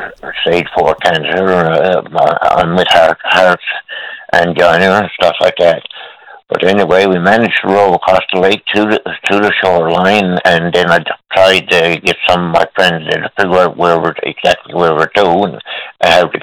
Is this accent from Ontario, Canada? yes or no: no; Newfoundland and Labrador, Canada; I would have got help a lot quicker than I actually got as a Newfoundlander. Whatever, you know, as a Canadian, whatever, a second class citizen or what?